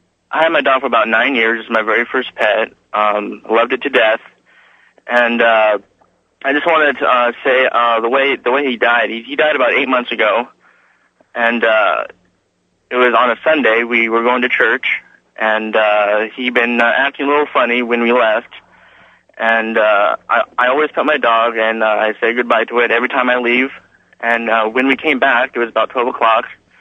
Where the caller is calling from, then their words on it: Lakewood, Washington, United States; I'm calling from Lakewood, Washington.